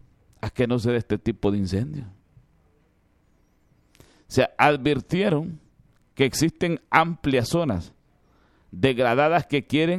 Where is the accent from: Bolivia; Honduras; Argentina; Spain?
Honduras; Yoro; Es un trabajo que debemos de realizar todos como buenos lloreños.